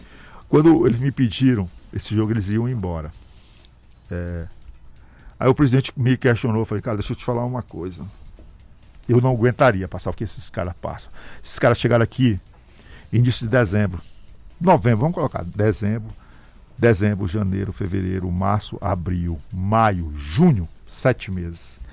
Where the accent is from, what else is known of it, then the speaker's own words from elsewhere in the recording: Alto Alegre, Brazil; Eu nasci em Alto Alegre, vivi parte da minha vida em Alto Alegre.